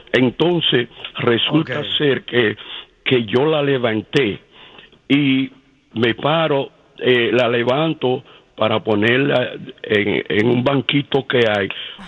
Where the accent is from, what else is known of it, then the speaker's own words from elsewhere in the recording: Santo Domingo, National District, Dominican Republic; Sencillamente del San Carlos, de la capital.